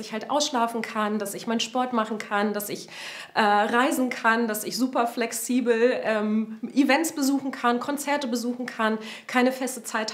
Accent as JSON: {"language": "German", "country": "Estonia", "moved": "yes", "said": "ich komme ja ursprünglich aus Estland"}